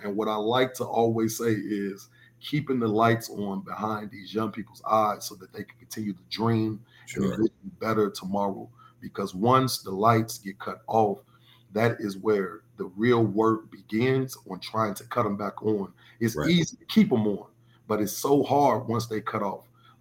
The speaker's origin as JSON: {"language": "English", "town": "Chicago", "region": "Illinois", "country": "United States", "tie": "born or raised there", "said": "I'm from South Shore. I went to South Shore High School. I moved to South Shore probably about 2 years before I went to high school."}